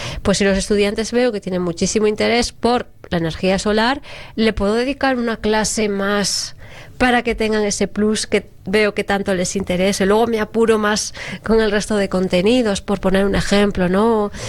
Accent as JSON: {"language": "Spanish", "region": "Galicia", "country": "Spain", "moved": "yes", "said": "porque soy gallega"}